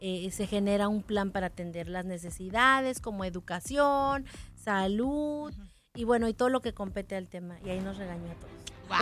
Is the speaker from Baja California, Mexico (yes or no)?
yes; Tijuana, Baja California, Mexico; born there; yo nací en Tijuana, pero mi mamá es de una comunidad mixteca de Oaxaca